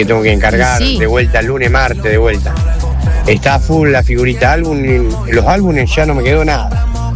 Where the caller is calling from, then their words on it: Argentina; acá de Zona Sur.